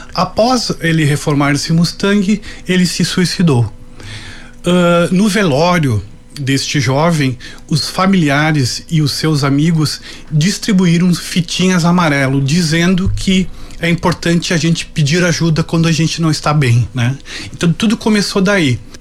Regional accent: Roca Sales, Rio Grande do Sul, Brazil; now in Lajeado, Brazil; Sou natural de Roca Salles, meu pai é de lá, né? … Com muito orgulho e atualmente resido em Lajeado, né?

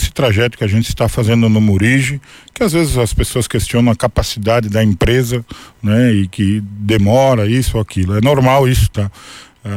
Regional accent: Roca Sales, Rio Grande do Sul, Brazil; eu nasci na Serrinha, sou de lá

